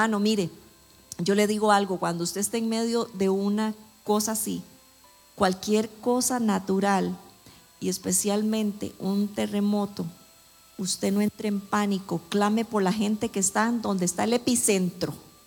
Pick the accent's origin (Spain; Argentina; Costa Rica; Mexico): Costa Rica; now in Panama; yo vengo de un país donde tiembla cada rato, ¿verdad? Nosotros los ticos